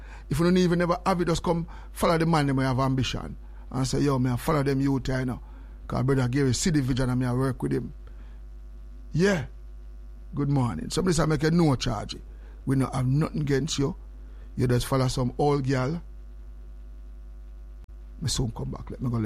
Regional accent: Jamaica; moved away; we come from Jamaica

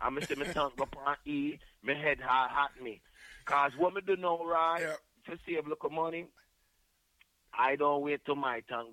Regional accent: New York, United States; We come from New York and we grew up to beat the system.

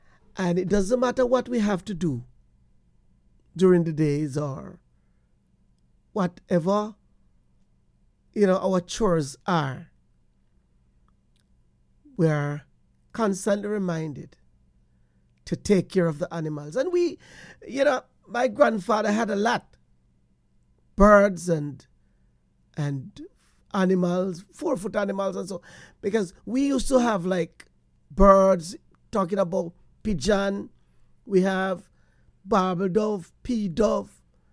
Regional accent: Portland Cottage, Clarendon Parish, Jamaica; You know, I remember back in the days when I was growing up in Portland Cottage in Jamaica.

